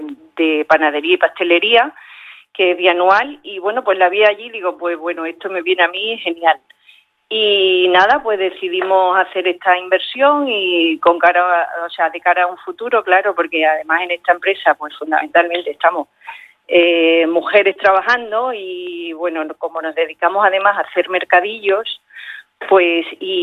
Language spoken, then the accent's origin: Spanish; Miajadas, Extremadura, Spain; also born or lived in Escorial; Yo es que soy de Miajadas, pero bueno, tenemos el obrador en Escorial. y en Miajadas hay un tipo de pestiño y en Escuriola hay otro tipo.